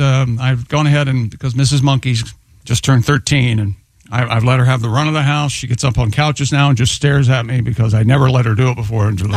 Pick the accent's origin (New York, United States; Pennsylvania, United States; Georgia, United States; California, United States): Pennsylvania, United States; Pittsburgh; Born and raised in Pittsburgh.